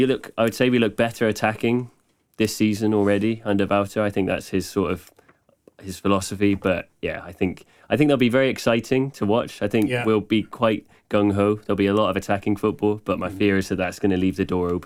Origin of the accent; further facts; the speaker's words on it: Cheltenham, South West England, United Kingdom; growing up in Cheltenham, my dad, we would watch Scotland rugby and Scotland football.